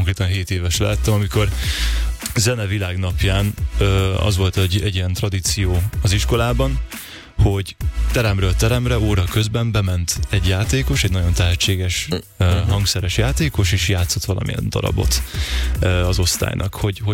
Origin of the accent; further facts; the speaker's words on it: Hungary; also born or lived in Hereford, England; Angliában születtem, édesapám angol, és édesanyám pedig magyar. És a szüleim elválásukor 4 éves koromban jöttem haza édesanyámmal és testvéremmel, és itt nevelkedtünk föl.